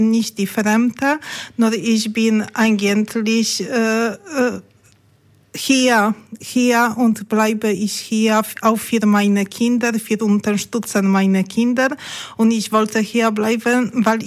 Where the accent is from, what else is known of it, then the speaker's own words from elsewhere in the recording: Poland; German is a second language; moved away as an adult; now in Germany; weil wir sprechen nicht auf meine Muttersprache, weil ich befinde ich mich nicht in meinem Heimatland Polen, nur ich bin hier jetzt in Deutschland.